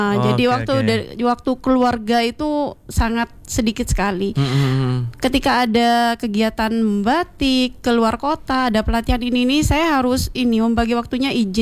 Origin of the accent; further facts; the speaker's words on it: Kalisat, East Java, Indonesia; saya ingin mengangkat nama desa saya. Saya kira memang di Indonesia ini nggak ada lagi ya nama Pocangan kecuali di desa saya.